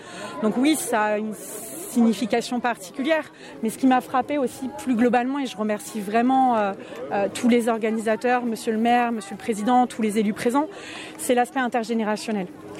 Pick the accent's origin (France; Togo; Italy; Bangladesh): France; Limoges, Nouvelle-Aquitaine; moved away; j'ai grandi à Limoges et forcément, grandir à Limoges, ça signifie un engagement pour la paix, pour la liberté, pour l'Europe, qui s'est transformé en engagement politique.